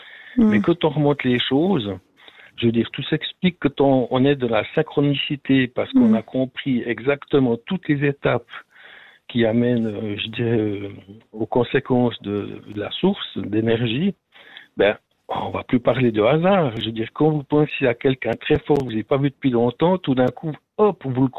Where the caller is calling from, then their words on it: Neuchâtel, Switzerland; moi, j'ai 62 ans et puis j'habite dans le canton de Neuchâtel.